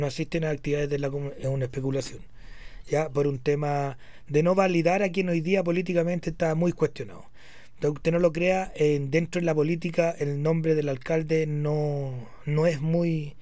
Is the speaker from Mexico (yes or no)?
no; Parral, Maule, Chile; born there; Yo nací en Parral, no, ojo, nada, tengo nada en contra de Parral.